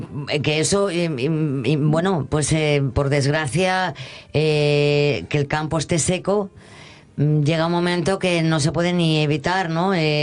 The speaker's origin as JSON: {"language": "Spanish", "region": "Asturias", "country": "Spain", "said": "Siendo asturiano"}